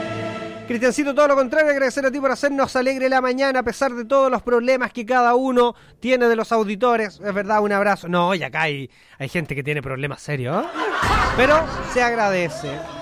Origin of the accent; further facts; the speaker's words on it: Sagrada Familia, Maule, Chile; Este es de una banda de mi pueblo que se llama